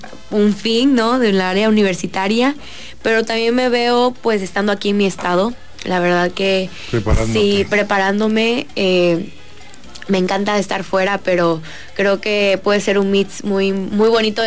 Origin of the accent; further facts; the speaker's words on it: Huimanguillo, Tabasco, Mexico; latina, mexicana y tabasqueña, porque cada una de esas palabras, o sea, latina, mexicana y tabasqueña, son quien soy